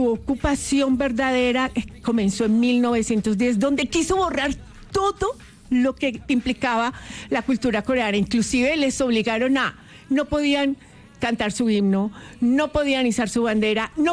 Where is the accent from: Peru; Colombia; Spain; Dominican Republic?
Colombia; soy colombiano